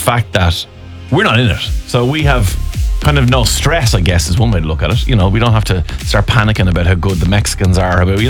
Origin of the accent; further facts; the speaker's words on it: Ireland; It was a 4-0 humiliation, but it was amazing as an Irish fan to be there.